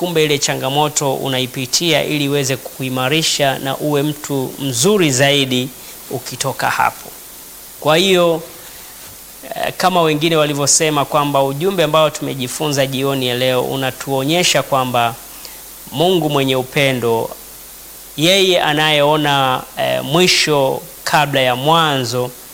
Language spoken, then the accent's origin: Swahili; Tarime, Mara, Tanzania; natokea Nyamongo Tarime, kanisa la Majengo Mapya.